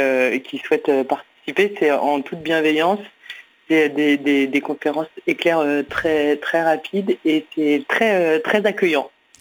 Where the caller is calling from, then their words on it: Île-de-France, France; J'appelle de chez moi, juste à côté de Paris, j'habite.